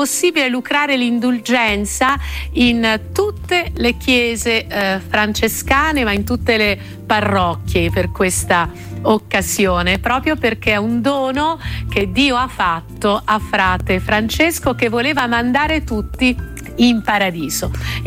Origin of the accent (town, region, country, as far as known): Umbria, Italy